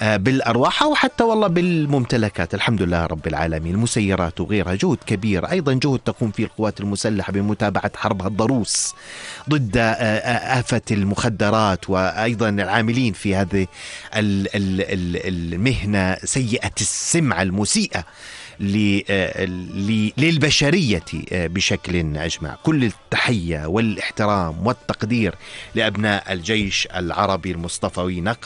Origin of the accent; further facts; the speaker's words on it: Jordan; أو نرفع له العقال بطريقتنا الأردنية